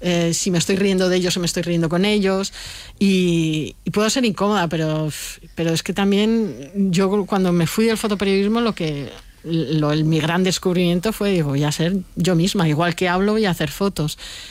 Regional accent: Alicante, Valencian Community, Spain; Yo creo que primero porque soy de Alicante, porque no vivo en Madrid

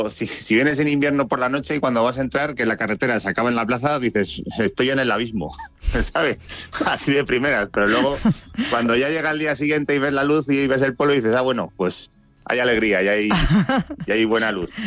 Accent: Iriepal, Castilla-La Mancha, Spain; moved away as an adult; yo me crié en Guadalajara.

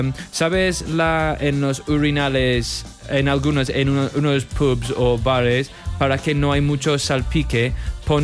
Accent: Spain; yo soy bastante español, pero tengo esto

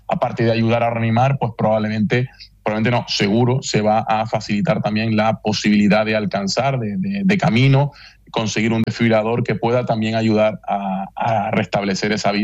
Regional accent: Canary Islands, Spain; todos como canarios

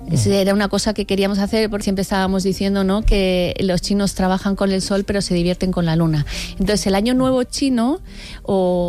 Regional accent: Spain; tienen mucho sentido del humor, son un poco cachondillos, como somos los españoles, ¿no?

